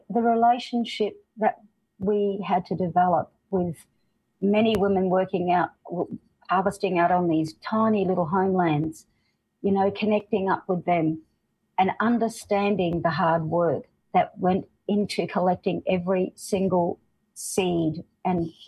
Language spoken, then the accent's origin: English; Northern Territory, Australia; also born or lived in Darwin, Australia; now in Alice Springs, Australia; I was born in Darwin but grew up a lot of my time in the desert.